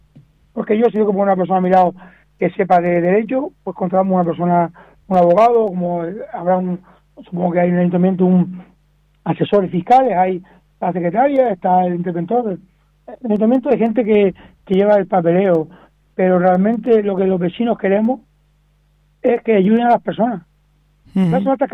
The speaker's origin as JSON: {"language": "Spanish", "town": "San Mateo", "country": "Spain"}